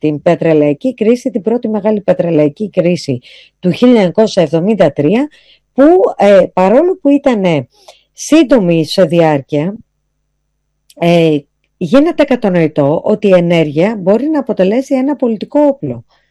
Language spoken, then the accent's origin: Greek; Central Greece, Greece; now in Athens, Greece; είμαι κατάγομαι από τη Φθιώτιδα